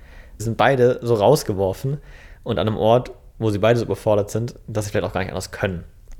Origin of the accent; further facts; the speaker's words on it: Germany; born there; first language German; ich dann eher als Deutscher wahrgenommen werden wollte, weil ich ja hier geboren bin und eben nur die deutsche Sprache spreche, also muttersprachlich.